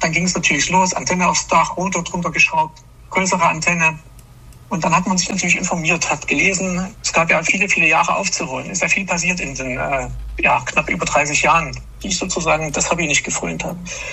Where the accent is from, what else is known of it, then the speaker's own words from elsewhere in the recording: East Germany, Germany; ich komme ja selber aus der DDR. Ich habe also quasi gar nicht ich bin gar nicht in den Genuss gekommen, damals RBI empfangen zu können.